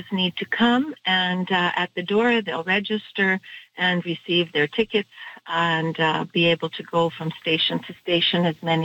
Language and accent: English; Regina, Saskatchewan, Canada; born there; also born or lived in Winnipeg; I was born in Regina. So I moved to Winnipeg to dance with Rusalka, Ukrainian dancers.